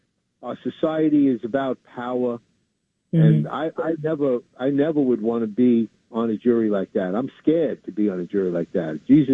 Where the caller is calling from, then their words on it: New York City, New York, United States; in Brooklyn again.